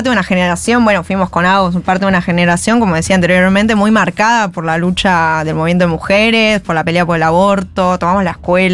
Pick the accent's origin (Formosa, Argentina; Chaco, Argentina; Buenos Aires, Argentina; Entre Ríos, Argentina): Buenos Aires, Argentina; Además, crecí ahí en el barrio de Almagro 11.